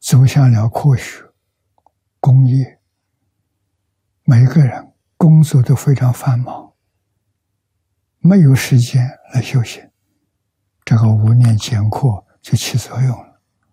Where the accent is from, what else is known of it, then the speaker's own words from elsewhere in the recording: China; 我们中国人讲价值